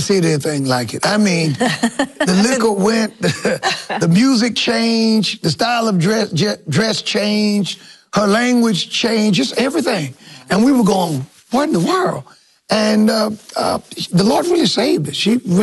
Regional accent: Rockingham, North Carolina, United States; But we grew up in the Philadelphia section of Rockingham in North Carolina. And we were poor, mom raised four boys.

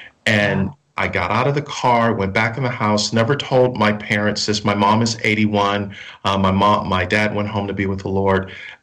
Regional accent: Buffalo, New York, United States; When I was 14 years of age, growing up in Buffalo, New York, I was playing basketball across the street from the house where I lived with my parents.

